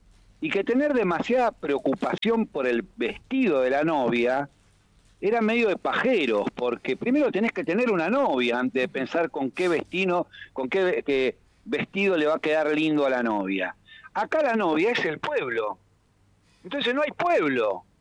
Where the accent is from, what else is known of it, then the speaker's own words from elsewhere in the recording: Argentina; Hay que salir a tener huevos como pueblo argentino